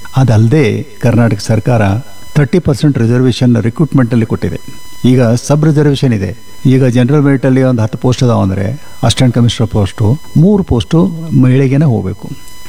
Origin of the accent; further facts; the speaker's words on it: Belagavi, Karnataka, India; ನಾನು ಬೆಳಗಾವಿಯಲ್ಲೇ ಇದ್ದೀನಿ, ಮತ್ತು ನಮ್ಮ ಊರ ಹತ್ರ ಇದೆ, ಅಲ್ಲಿ ಕೂಡ ನಮ್ಮ ಹೊಲ ಮನೆ ಎಲ್ಲ ಇರೋದ್ರಿಂದ ಅಲ್ಲಿಗೂ ಹೋಗ್ತಾ ಇರ್ತೀನಿ.